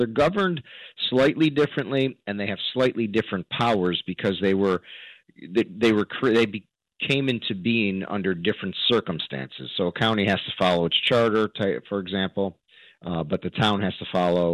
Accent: Glenville, New York, United States; born or raised there

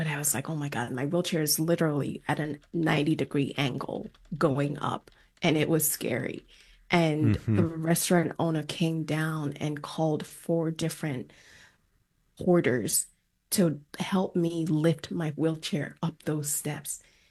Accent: Lagos, Nigeria; I mean, I grew up in Lagos, Nigeria, so I feel like the hustle and bustle is intrinsically part of who I am.

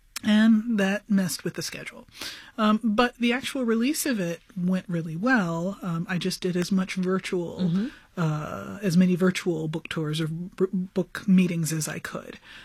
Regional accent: New York, United States; Brooklyn was based on my own growing up in New York in the 80s, and so the advent of hip hop.

